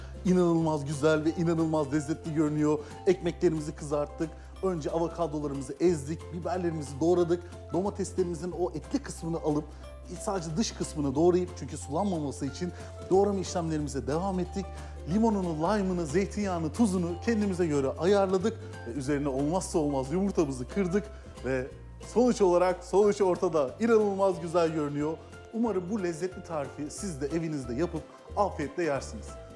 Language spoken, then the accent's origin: Turkish; Adana, Turkey; Ve bir Adanalı olarak olmazsa olmaz tabii ki pul biberini atıyorum.